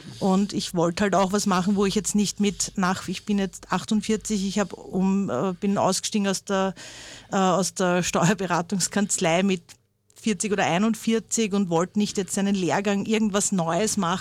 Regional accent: Vienna, Austria; Ich bin eben aus Wien

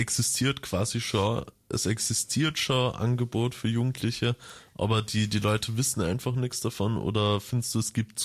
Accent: Upper Austria, Austria; Ich komme ja nicht direkt aus Linz, ich komme vom Land.

